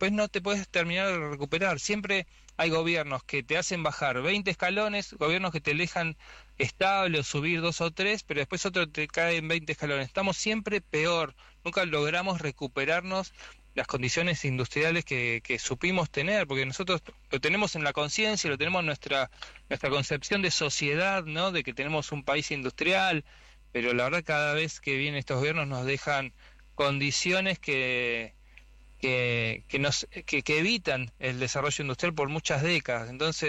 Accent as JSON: {"language": "Spanish", "country": "Argentina", "said": "nosotros como argentinos"}